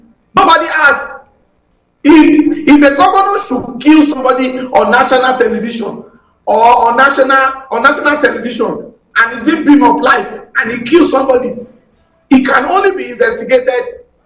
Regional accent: Nigeria; I will speak naturally as Nigerian.

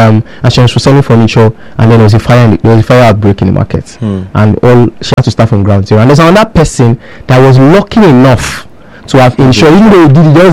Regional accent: Nigeria; I'm also a Nigerian.

